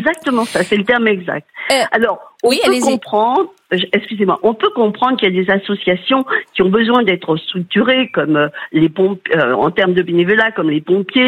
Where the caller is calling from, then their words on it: Narbonne, Occitanie, France; J'appelle de Narbonne